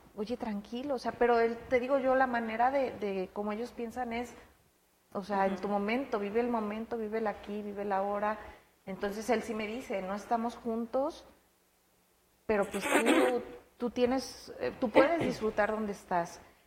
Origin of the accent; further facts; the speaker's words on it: Mexico; Y yo decía, ¡oh! Como toda mexicana, a lo mejor, y la idiosincrasia de acá